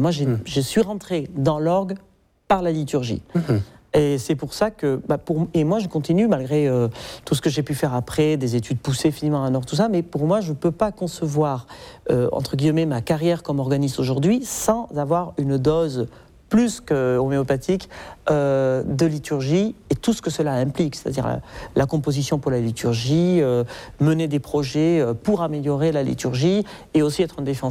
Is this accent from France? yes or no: yes; Nouvelle-Aquitaine, France; born or raised there